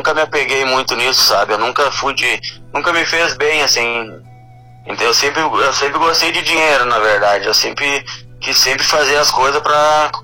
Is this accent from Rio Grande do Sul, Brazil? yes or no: yes; Rio Grande do Sul, Brazil; moved away; Sim, eu sou do Rio Grande do Sul